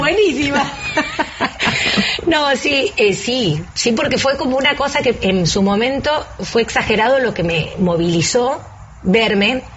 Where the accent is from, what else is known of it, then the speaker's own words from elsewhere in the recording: Argentina; sobre todo siendo argentino